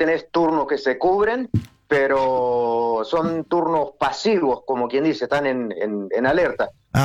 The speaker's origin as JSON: {"language": "Spanish", "town": "Trelew", "region": "Chubut", "country": "Argentina", "tie": "born or raised there", "said": "Yo soy de la provincia del Chubut, de Trelew."}